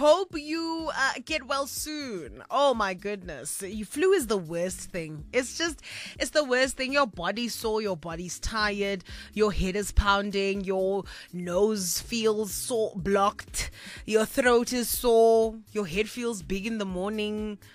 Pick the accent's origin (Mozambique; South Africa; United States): South Africa; Kimberley, Northern Cape; Kimberley, which is my hometown.